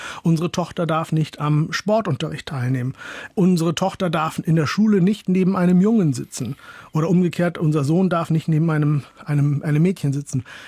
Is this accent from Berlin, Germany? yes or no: no; Lower Saxony, Germany; Also ja, richtig komme ich aus Norddeutschland, nämlich aus Holland-Wiehlenfleet.